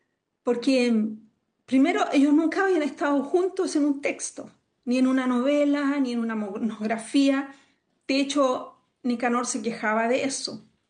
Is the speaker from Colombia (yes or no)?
no; Concepción, Biobío, Chile; moved away as an adult; yo también soy de provincia, yo soy de Concepción